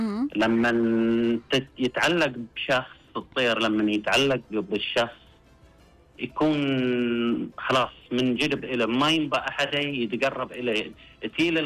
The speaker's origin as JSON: {"language": "Arabic", "town": "Qatif", "region": "Eastern Province", "country": "Saudi Arabia", "said": "إحنا البلبول عندنا منتشر عندنا في القطيف بشكل كبير."}